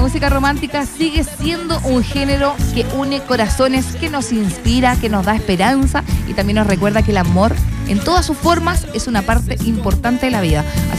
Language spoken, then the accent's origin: Spanish; Chile; de verdad que no hay pan como el chileno.